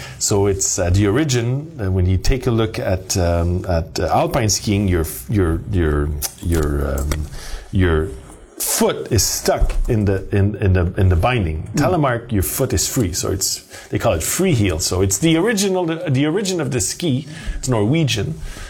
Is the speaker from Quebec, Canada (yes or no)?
yes; Montreal, Quebec, Canada; So I was born and raised in Montreal.